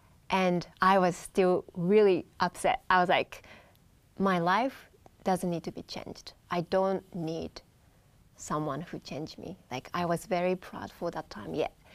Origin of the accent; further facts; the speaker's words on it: Japan; English is a second language; also born or lived in Iceland; because I grew up in Japan the whole time not knowing, and Japan is a very mono culture.